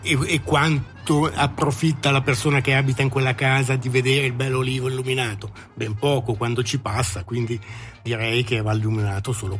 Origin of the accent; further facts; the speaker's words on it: Malcantone, Ticino, Switzerland; io vengo dal Malcantone.